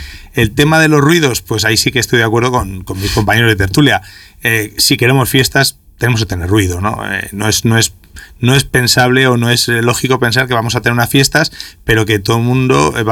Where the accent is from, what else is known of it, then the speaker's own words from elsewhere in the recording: Palencia, Castile and León, Spain; now in Burgos, Spain; Yo soy de Palencia